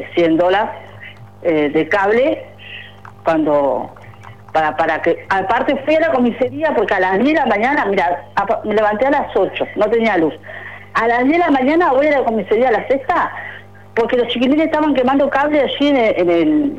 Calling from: Maldonado, Uruguay; yo crié 2 hijos en Maldonado Nuevo, soy de Maldonado Nuevo

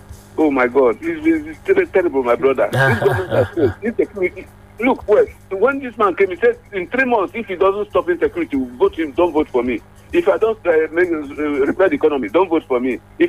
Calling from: Nigeria

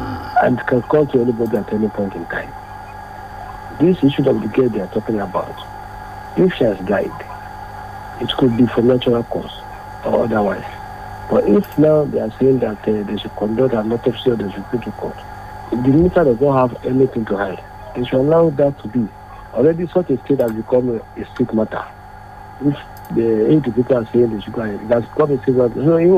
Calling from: London, United Kingdom; calling from London.

